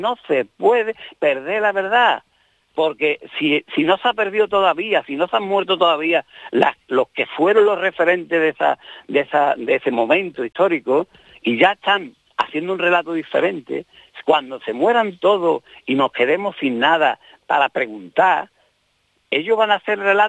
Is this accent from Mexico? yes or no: no; Spain